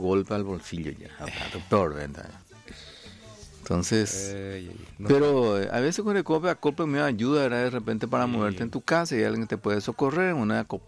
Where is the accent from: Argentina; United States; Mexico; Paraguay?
Paraguay; Soy paraguayo y qué.